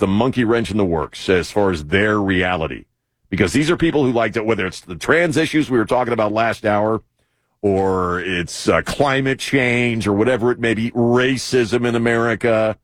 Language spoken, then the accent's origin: English; Cape St. Clair, Maryland, United States; I'm from Annapolis, as I mentioned in the first area, I grew up in a little town called Cape St. Clair, about 20 minutes from Annapolis, right there on the Chesapeake Bay on the western side.